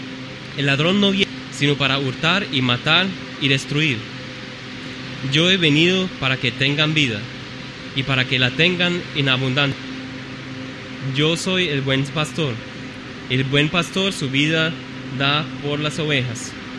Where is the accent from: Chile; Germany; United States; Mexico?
Germany; Spanish is a second language; En mi país, en Alemania, hay pastores.